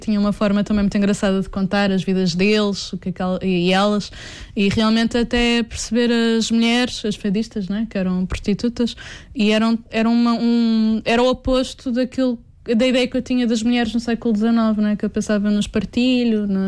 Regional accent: Lisbon, Portugal; now in Porto, Portugal; Eu sou de Lisboa, moro no Porto há vários anos

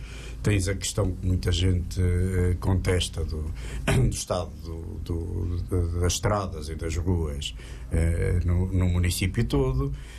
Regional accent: Aveiro, Centro, Portugal; Eu que sou aveirense

